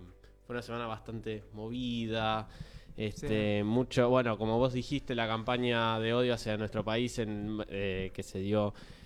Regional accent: Quilmes, Buenos Aires Province, Argentina; yo soy de Quilmes

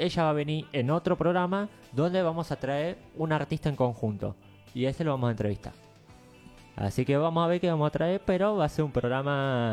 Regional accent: Argentina; cuando sos argentino la querés ganar a toda costa.

